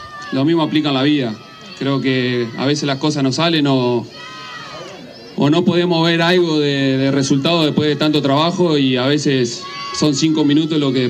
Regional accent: Argentina; Todos somos argentinos y siempre queremos ganar, ¿no?

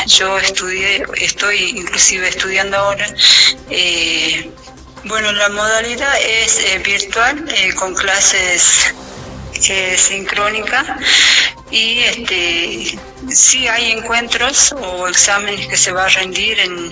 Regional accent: Paicone, Jujuy, Argentina

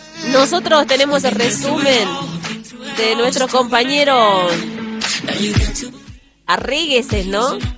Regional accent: Argentina; si no sufrimos no ganamos, no somos argentinos, no.

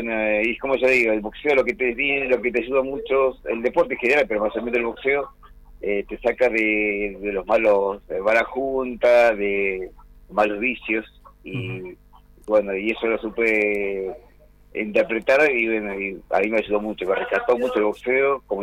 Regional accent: Río Gallegos, Santa Cruz, Argentina; born there; also born or lived in Gobernador Gregores; yo soy nacido en Río Gallegos, y yo me inicié en Gordón Gregores. con mi madre vivía allá, vivimos allá en Gregorio en el año 84, imagínate.

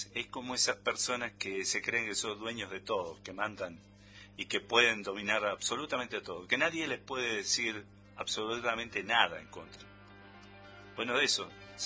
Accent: Argentina

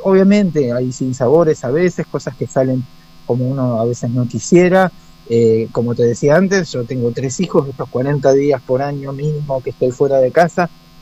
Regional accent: Rosario, Santa Fe, Argentina; now in Viedma, Argentina; soy de Rosario

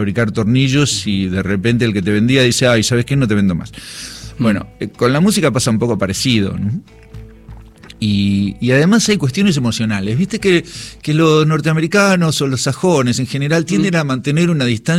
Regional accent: Buenos Aires Province, Argentina; yo soy de Granburg, que es un lugar del conurbano, donde había muchas colectividades, pero una muy fuerte era la santiagueña y correntinos.

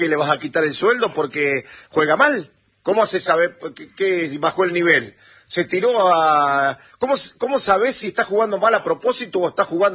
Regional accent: Argentina; Cómo somos nosotros los argentinos

